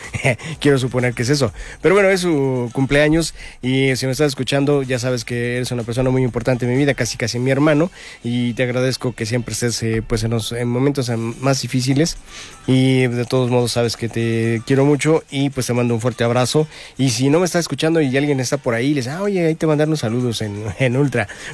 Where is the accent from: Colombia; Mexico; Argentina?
Mexico; ¿a poco no nos gustaría como mexicanos levantar la copa y decir, somos campeones?